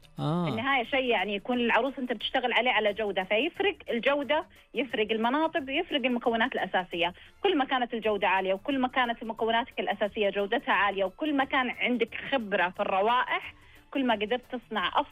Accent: Saudi Arabia; بالنسبة لنا كسعوديين

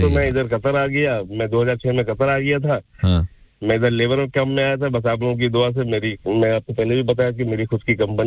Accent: Darbhanga, Bihar, India; moved away; मैं बिहार से हूँ, दरभंगा।

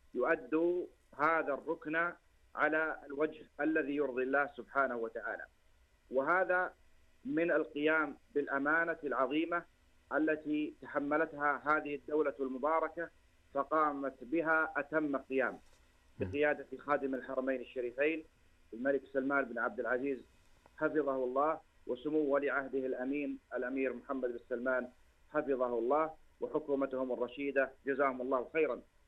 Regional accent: Saudi Arabia; بلادنا المملكة العربية السعودية

